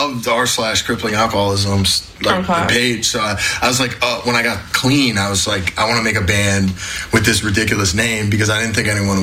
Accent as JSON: {"language": "English", "country": "Brazil", "said": "I'm from Brazil."}